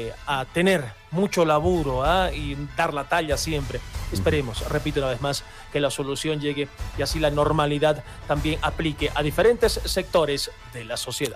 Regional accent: Bolivia; Como bolivianos, debemos esperar que la solución llegue de una vez por todas.

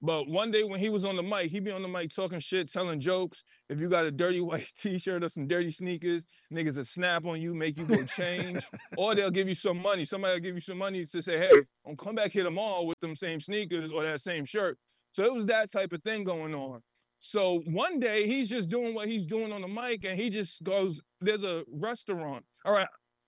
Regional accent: Bronx, New York, United States; because I was from the Bronx. I'm from the Bronx. And I used to go to Harlem to go to the Rucker.

